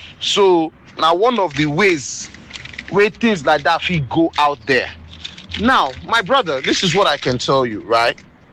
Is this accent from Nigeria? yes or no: yes; Nigeria; as a Nigerian man